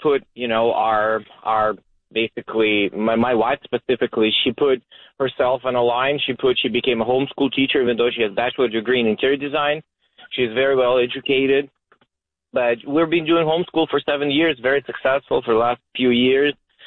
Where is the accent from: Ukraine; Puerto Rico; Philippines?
Ukraine; English is a second language; now in United States; I'm from Ukraine originally. U.S. citizen for 15 years.